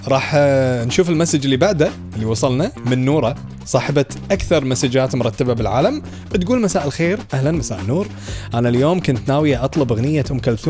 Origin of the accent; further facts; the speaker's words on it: Kuwait; إحنا كويتي.